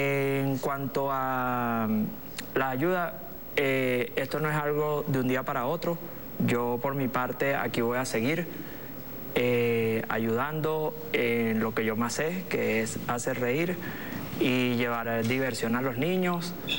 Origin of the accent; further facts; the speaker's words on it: Venezuela; yo como venezolano